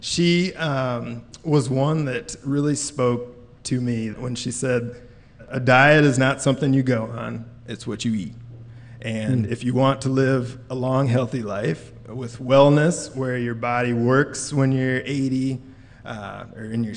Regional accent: Coggin, United States; So, I mean, growing up in Coggin, being there my whole life, and I actually own the farm down the road from the family farm that I grew up on.

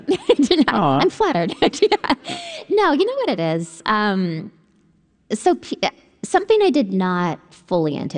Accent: Canada; I'm Canadian. I feel like I was politer about it.

